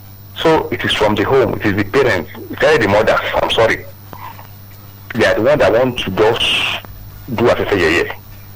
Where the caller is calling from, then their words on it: Akute, Ogun, Nigeria; I'm calling from Akute.